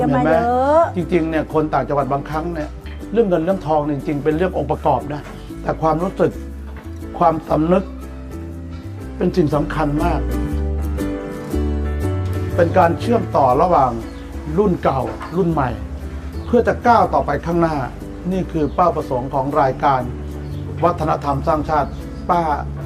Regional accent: Uthai Thani, Thailand; ผมคนอุทัย

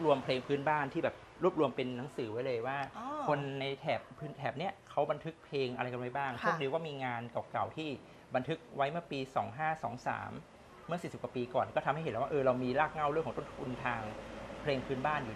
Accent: Ban Phe, Rayong, Thailand; ชุมชนที่เป็นบ้านเกิดเมืองนอนของเราเนี่ยแหละชุมชนบ้านเพที่โตมาอยู่โตที่เพเติบโตที่ระยอง

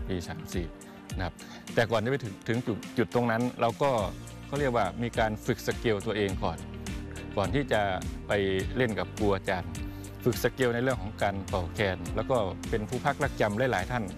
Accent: Kuchinarai, Kalasin, Thailand; บ้านเกิดผมอยู่ที่กุชินารายครับจังหวัดกาฬสินธุ์ตอนเป็นเด็กนะครับ

